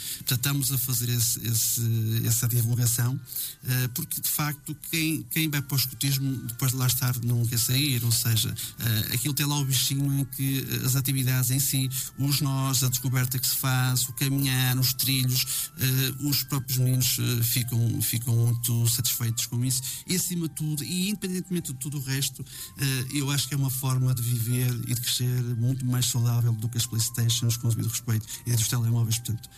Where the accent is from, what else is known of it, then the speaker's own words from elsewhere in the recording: Paredes, Norte, Portugal; now in Boim, Portugal; eu sou de Paredes, vivo em Boim e estou nos Futeiros de Silvás